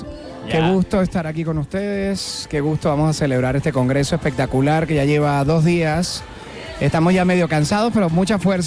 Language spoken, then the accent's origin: Spanish; Venezuela; moved away as an adult; now in Querétaro, Mexico; yo soy originario de Venezuela. Ya tengo 20 y pico de años aquí. Ajá. En Querétaro. Bueno, en México, en Querétaro tenía 18 años.